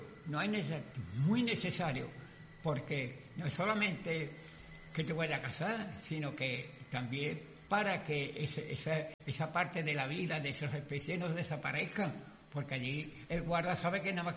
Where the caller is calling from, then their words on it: Sanlúcar de Barrameda, Andalusia, Spain; Y yo soy de Salduca